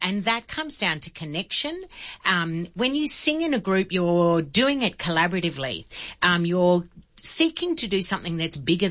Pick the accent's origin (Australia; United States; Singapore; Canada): Australia; New South Wales; regional New South Wales is perhaps one of the most beautiful places in the world. I'm very proud to say I grew up in Canaveral.